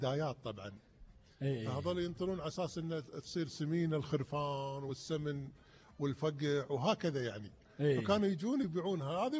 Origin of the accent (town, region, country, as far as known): Kuwait